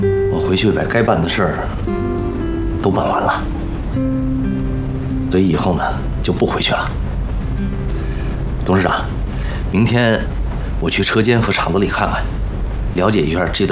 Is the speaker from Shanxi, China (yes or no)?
yes; Yuanping, Shanxi, China; 对，这都是我们老家的特产。